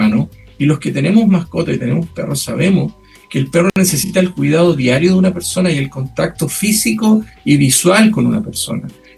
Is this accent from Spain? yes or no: no; Chile; also born or lived in England / United States; El problema somos los chilenos que no tenemos la costumbre de cuidar a nuestros animales y hacernos responsables de lo que ellos hagan. Yo viví fuera de Chile, en Inglaterra y en Estados Unidos